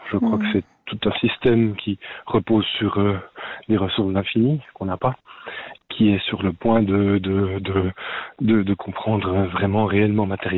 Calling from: Switzerland; Alors, je suis au bord du lac de Neuchâtel, là.

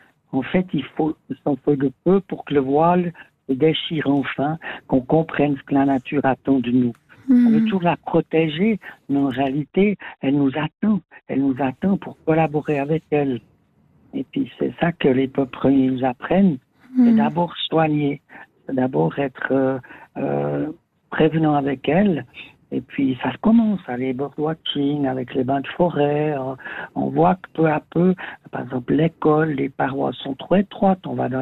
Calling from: Vaud, Switzerland; j'habite donc dans un petit village, dans le Gros de Vaud, depuis plus de 50 ans.

